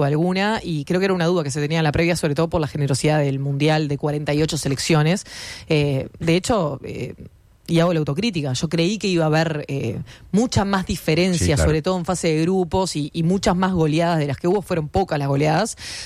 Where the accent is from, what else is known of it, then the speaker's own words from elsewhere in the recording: Uruguay; como uruguayos y uruguayas